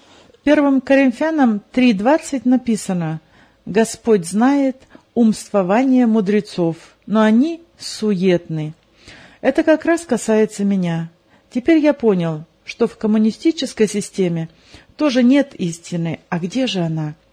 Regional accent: Kazakhstan; Я казах, бывший коммунист со стажем 23 года.

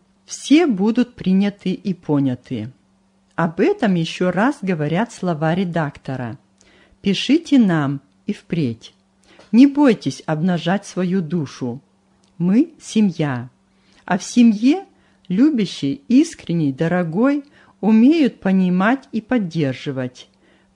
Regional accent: Russia; Обе страны дороги моему сердцу. В России я вырос, а на Украине, в Херсоне, служил в армии.

